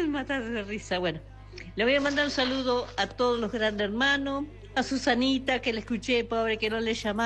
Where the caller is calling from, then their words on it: Saladillo, Buenos Aires Province, Argentina; de Saladillo.